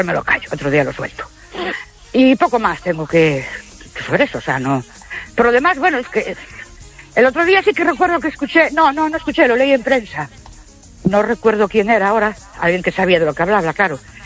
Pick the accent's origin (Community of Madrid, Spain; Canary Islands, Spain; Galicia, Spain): Galicia, Spain; Ourense; Buenas noches … de Orense.